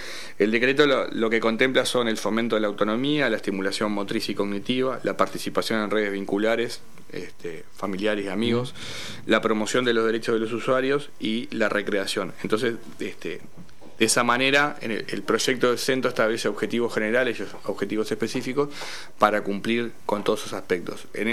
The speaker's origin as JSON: {"language": "Spanish", "region": "Montevideo", "country": "Uruguay", "moved": "yes", "said": "yo soy de Montevideo."}